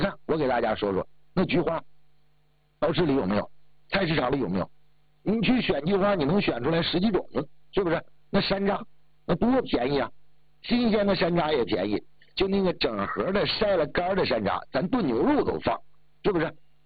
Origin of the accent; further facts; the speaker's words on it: Northeast China, China; 那我记得小的时候在东北